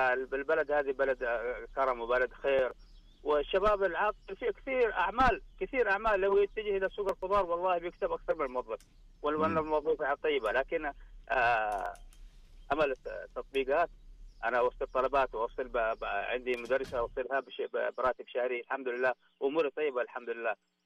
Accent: Saudi Arabia; احنا شباب سعودي لازم ابناءنا السعوديين اللي ما عنده وظيفة يخش يترزق الله

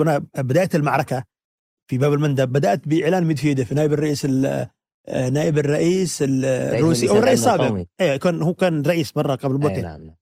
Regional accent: Yemen; انا كيمني.

